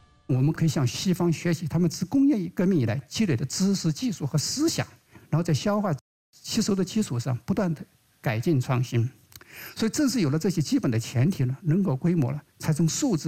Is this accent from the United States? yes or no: no; China; 我们中国人